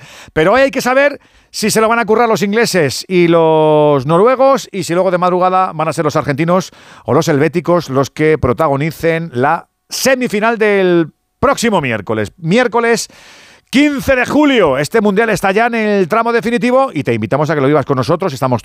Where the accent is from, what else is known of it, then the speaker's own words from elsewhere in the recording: Almansa, Castilla-La Mancha, Spain; Perdóname, corredor del Levante. Soy de Almansa, ¿eh?